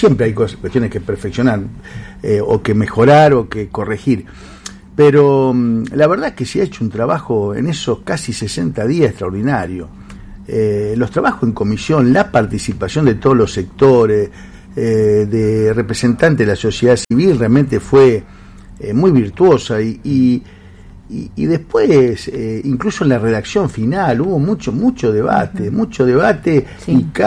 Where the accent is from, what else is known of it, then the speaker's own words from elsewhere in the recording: northern Santa Fe Province, Santa Fe, Argentina; alguien del interior, de un pueblito pequeño, del norte, uh-huh. somos norteños, nosotros